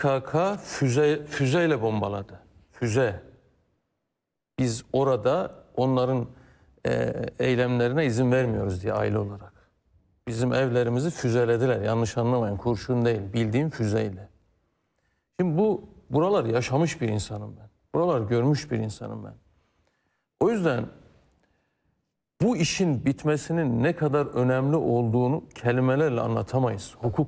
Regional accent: Iğdır, Turkey; İki, ben Iğdırlıyım. Biz Oğuz Türk'üyüz. Yani Oğuz Kağan'ın torunudur Iğdır Bey. Biz binlerce yıldır aynı coğrafyada yaşayan insanlarız. Ben o coğrafyada yaşadım.

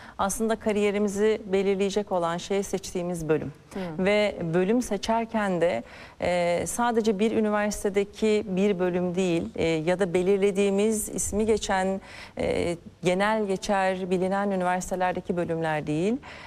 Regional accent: Ankara, Turkey; Ankaralıyım aynı zamanda.

